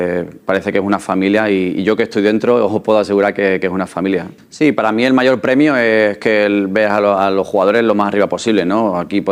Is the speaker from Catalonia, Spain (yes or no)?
yes; Barcelona, Catalonia, Spain; Yo que soy de Barcelona, allí es una pasada los béticos que hay allí.